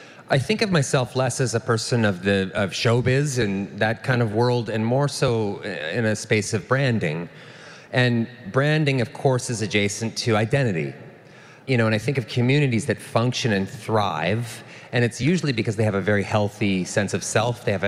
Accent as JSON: {"language": "English", "town": "Vancouver", "region": "British Columbia", "country": "Canada", "said": "You know, I come from Vancouver where it rains 300 days a year."}